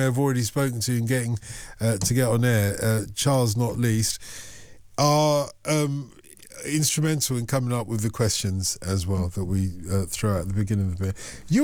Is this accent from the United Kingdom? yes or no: yes; United Kingdom; but we're British, so we deflect away from all the praise.